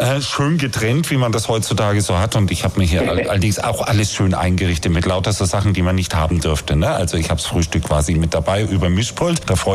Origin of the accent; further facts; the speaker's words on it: Stuttgart, Baden-Württemberg, Germany; Weißt du, was das bei uns in Stuttgart heißt?